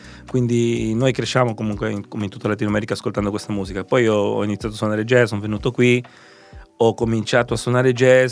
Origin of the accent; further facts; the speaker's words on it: Peru; now in Milan, Italy; Io sono peruviano.